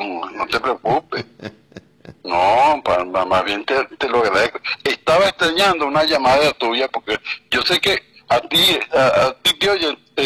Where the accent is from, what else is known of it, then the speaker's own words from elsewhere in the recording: Yaracuy, Venezuela; born there; now in Valencia, Venezuela; sea aquí en Valencia, sea allá en mi pueblo, en Irbo, en Yaracuy